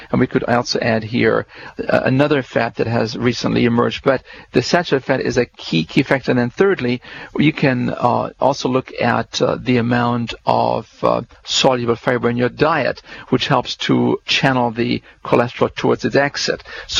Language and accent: English; Germany; When I grew up in Germany and spent some time as a child on my grandfather's little farm, the cows would usually hang around for 20 years.